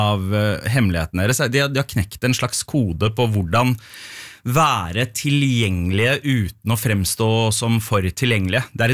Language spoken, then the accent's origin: Norwegian; Oslo, Norway; jeg er to innvandrergutt fra Vestkanten, hva er det de har å melde egentlig?